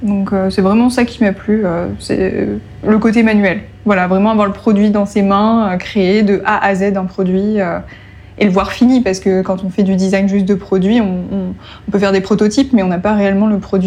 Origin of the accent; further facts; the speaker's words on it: Grand Est, France; j'étais proche du Luxembourg. Donc, je m'étais dit, si jamais ça fonctionne pas ici, je retournerai peut-être en Lorraine et je pourrais bosser au Luxembourg en tant qu'opto.